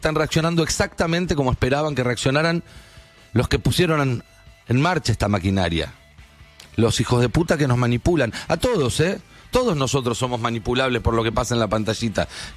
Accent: Argentina; somos los argentinos

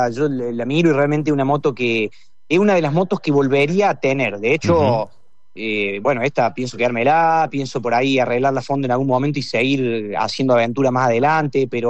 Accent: La Calera, Córdoba, Argentina; Yo soy de La Calera. Pegadito a Córdoba Capital, a unos 20 kilómetros.

